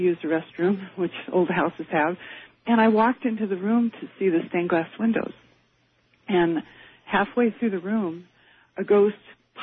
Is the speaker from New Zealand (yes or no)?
no; Portland, Oregon, United States; now in Eugene, United States; I'm originally from Portland.